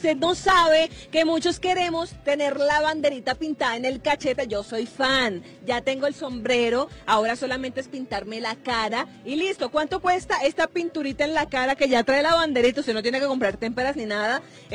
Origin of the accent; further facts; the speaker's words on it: Caribbean coast, Colombia; now in Bogotá, Colombia; Yo como soy costeña